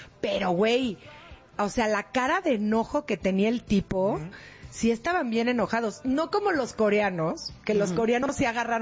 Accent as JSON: {"language": "Spanish", "country": "Mexico"}